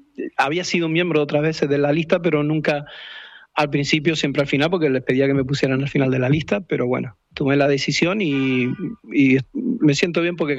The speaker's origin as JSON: {"language": "Spanish", "region": "Canary Islands", "country": "Spain", "moved": "yes"}